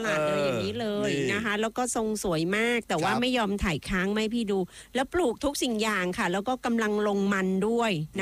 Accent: Southern Thailand, Thailand; accent: Southern Thai; คำว่ามันเทศสำหรับภาษาใต้ก็คือมันสำปะหลังที่เราเอามาทำขนมนั่นเนี่ยบ้านเราเรียกมันเทศ

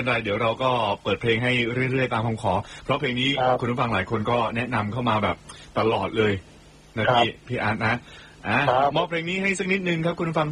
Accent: Southern Thailand, Thailand; เราได้คุยกับผมด้วยแล้วผมก็เป็นคนใต้ด้วย

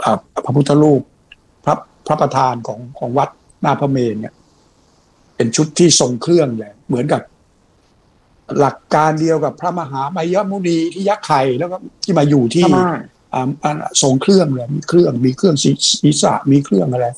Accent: Ayutthaya, Phra Nakhon Si Ayutthaya, Thailand; ใช่เด็กหัวรอ

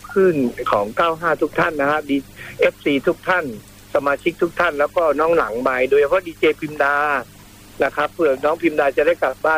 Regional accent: Suphan Buri, Thailand; พี่เป็นคนสุพรรณนะบ้านเดิม

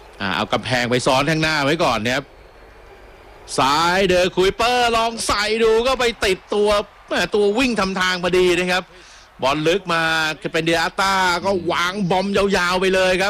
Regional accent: Bangkok, Thailand; now in Samut Prakan, Thailand

